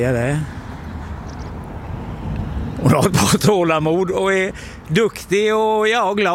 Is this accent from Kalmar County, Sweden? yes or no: yes; Stenåsa, Kalmar County, Sweden; born there; Jag är ju född i Stenåsa, den stora metropolen på sydöstra sidan.